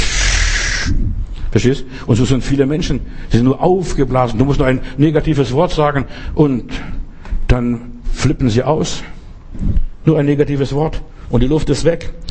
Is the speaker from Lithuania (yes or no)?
yes; Klaipėda County, Lithuania; was ich im Schneesturm im Winter bei uns in Ostpreußen, also im Memelland, erlebt habe.